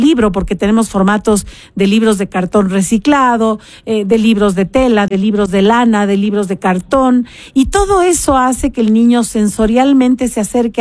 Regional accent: Cuenca, Azuay, Ecuador; born there; now in Quito, Ecuador; yo nací en Cuenca, pero vivo en Quito más de 40 años.

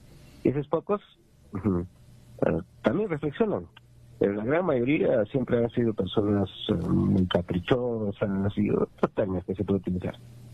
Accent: Peru; No tienen idea que nosotros como peruanos tenemos

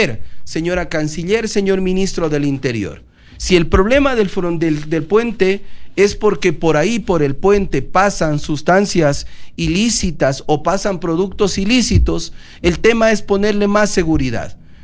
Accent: Loja, Ecuador

